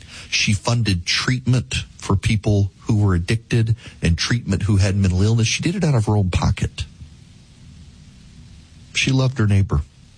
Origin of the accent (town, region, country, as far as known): Jackson, Louisiana, United States; now in Georgia, United States